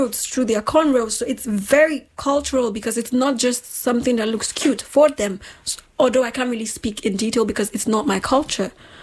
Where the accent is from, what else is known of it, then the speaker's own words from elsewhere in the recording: Nigeria; moved away; I think I really, because I grew up in Nigeria. I wasn't black until I moved out of Nigeria.